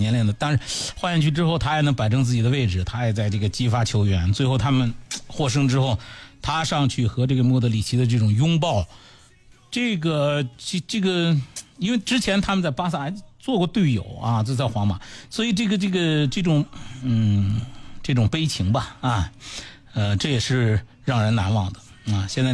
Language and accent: Chinese; China; 用我们中国人的话说